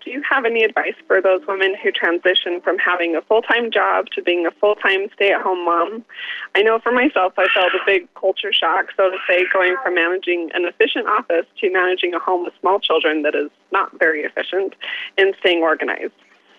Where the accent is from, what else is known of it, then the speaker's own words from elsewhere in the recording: Mesa, Arizona, United States; I'm from Mesa, Arizona.